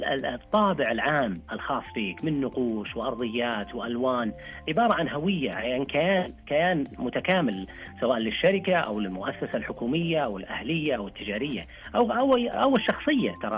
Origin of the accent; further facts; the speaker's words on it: Saudi Arabia; حينما أطلق واعتمد عندنا في السعودية